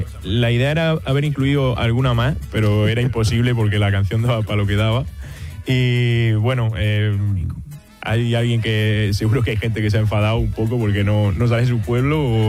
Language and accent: Spanish; Cehegín, Region of Murcia, Spain; yo si pudiera nunca me iría de mi pueblo. Yo soy de Cejín, de Canara, que pertenece a Cejín, que la pedanía en la que vivo tiene 500 habitantes.